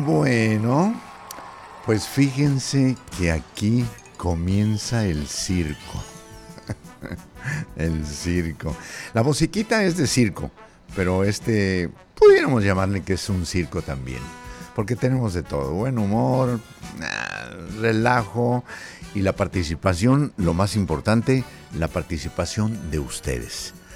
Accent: Tlaltenango, Zacatecas, Mexico; nació su servidor en la bellísima población de Tlaltenango, Zacatecas. Mi tierra natal.

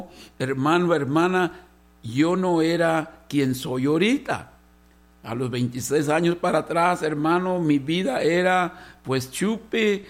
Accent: Guanajuato, Mexico

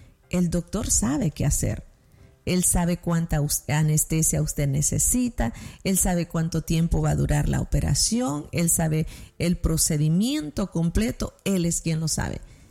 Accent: El Salvador; moved away; En mi país, El Salvador, le llamamos zapotes

